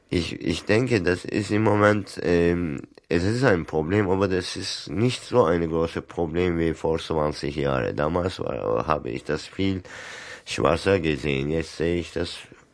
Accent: Turkey; now in Germany; für mich als ein Ausländer oder überhaupt als Türke schwierig

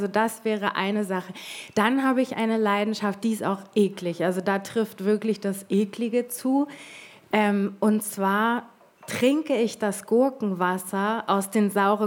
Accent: Hamburg, Germany; Ich bin nicht Sylterin, ich bin Hamburgerin.

